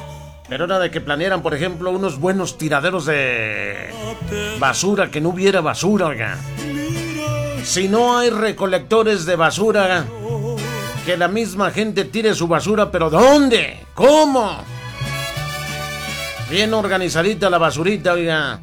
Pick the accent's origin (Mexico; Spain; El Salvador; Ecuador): Mexico; Río Grande, Zacatecas